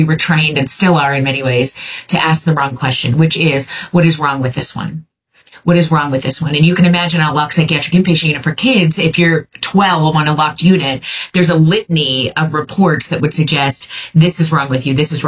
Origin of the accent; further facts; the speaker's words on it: Viking, Alberta, Canada; So I grew up in Viking, Alberta, Canada.